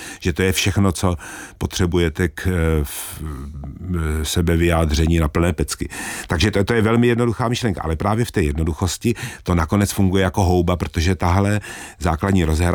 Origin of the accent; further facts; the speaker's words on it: Brno, South Moravian Region, Czechia; Jsem teda z Brna, ale těch brněnských strašidel z různých důvodů je málo